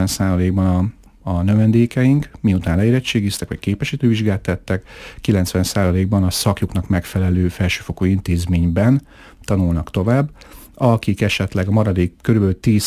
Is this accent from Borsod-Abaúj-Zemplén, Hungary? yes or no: yes; Miskolc, Borsod-Abaúj-Zemplén, Hungary; úgyhogy ide jártam, itt éltem, itt nőttem föl.